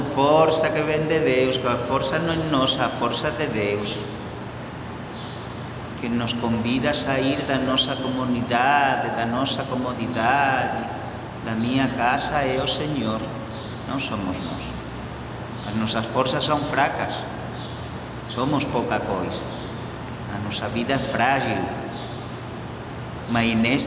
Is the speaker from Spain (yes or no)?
yes; Spain; Portuguese is a second language; moved away; O Papa Leão está visitando minha terra, está na Espanha agora